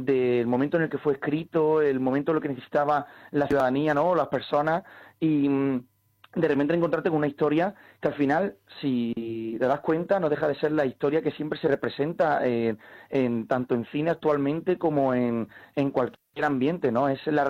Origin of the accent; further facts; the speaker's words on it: Andalusia, Spain; Y como actor español, ¿no?, como actor andaluz, pues siempre me ha llamado la atención pues estos grandes clásicos.